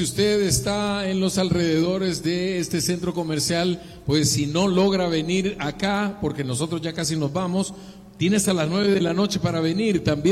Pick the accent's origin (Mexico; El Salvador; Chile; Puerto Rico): El Salvador; Y como buen salvadoreño, a última hora todo.